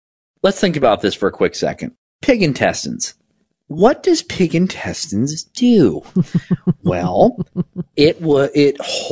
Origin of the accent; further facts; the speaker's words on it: California, United States; moved away; I come from California, it's surfer talk.